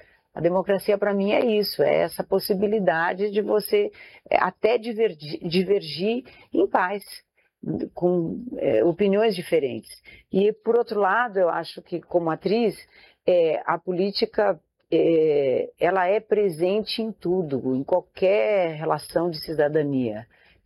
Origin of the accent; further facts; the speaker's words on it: Rosário do Sul, Rio Grande do Sul, Brazil; born there; Eu nasci no Rio Grande do Sul, no Rosário do Sul.